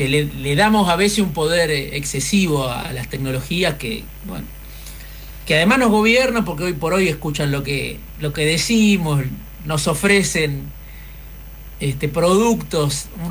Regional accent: Argentina; nosotros también somos Argentina

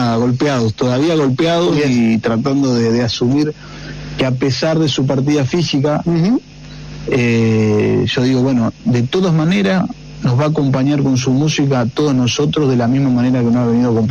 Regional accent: Argentina; si uno no ha vivido acá, si no lo ha percibido acá como un argentino

